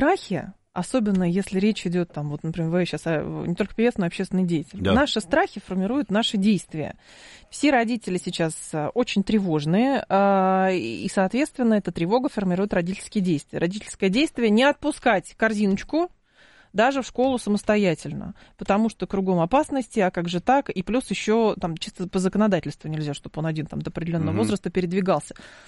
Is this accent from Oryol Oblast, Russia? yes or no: no; Lyubertsy, Moscow Oblast, Russia; born there; Я из Люберец